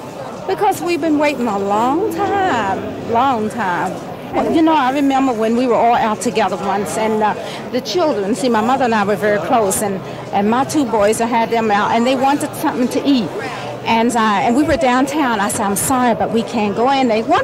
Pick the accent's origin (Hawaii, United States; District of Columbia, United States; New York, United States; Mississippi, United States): District of Columbia, United States; Washington; Washington